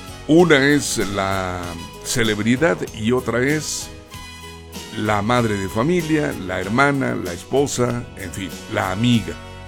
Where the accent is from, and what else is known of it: Mexico